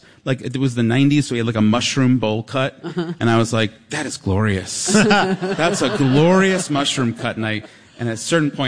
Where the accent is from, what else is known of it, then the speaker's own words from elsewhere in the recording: New York, United States; I grew up on Long Island, which is a very macho, coded place.